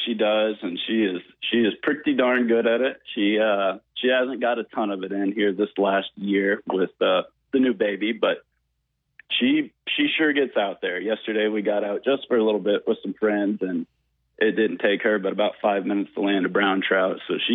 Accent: Fayetteville, Arkansas, United States; I grew up in Fayetteville, so not far from here.

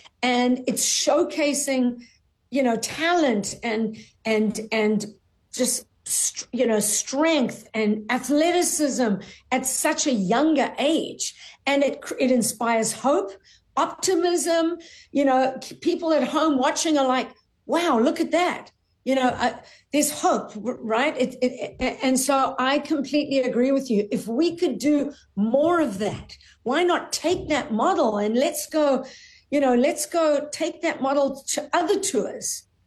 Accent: South Africa; So I'm from South Africa. We have some incredible golf courses in South Africa

